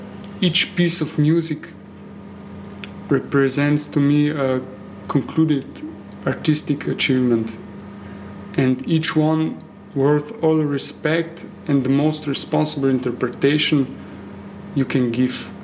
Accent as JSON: {"language": "English", "town": "Slovenske Konjice", "country": "Slovenia", "also_born_or_lived": "Maribor / Trossingen, Germany", "moved": "yes", "said": "I came from Slovenské Konice, and Maribor is the nearest music gymnasium for accordion."}